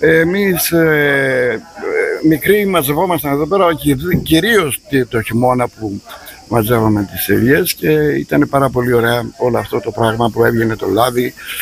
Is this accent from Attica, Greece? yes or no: yes; Kythira, Attica, Greece; moved away as an adult; also born or lived in Piraeus; εγώ Κύθυρα έχω γυρίσει εδώ και 16 χρόνια. Πειραιά ήμουνα. Εδώ μεγάλωσα, εδώ έβγαλα γυμνάσια, λύκειο κτλ.